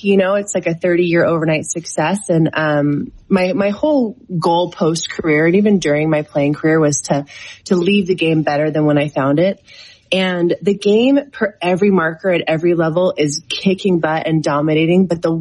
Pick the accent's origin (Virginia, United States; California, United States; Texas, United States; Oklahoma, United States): California, United States; I'm from the Bay Area. NorCal changed my life growing up in the environment, you know, in the 80s and 90s with the Warriors and the Niners and the Giants